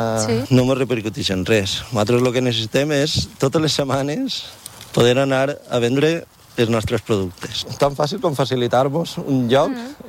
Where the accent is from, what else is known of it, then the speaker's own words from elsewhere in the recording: Oliva, Valencian Community, Spain; Nosaltres ara som d'Oliva i tenim les terres així.